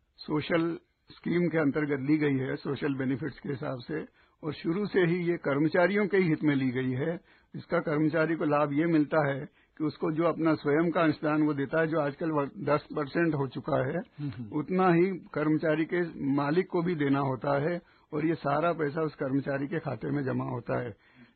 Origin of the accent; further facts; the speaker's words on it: Dhamnod, Madhya Pradesh, India; now in Indore, India